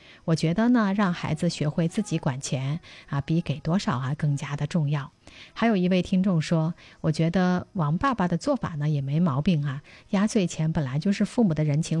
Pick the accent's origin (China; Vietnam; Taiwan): China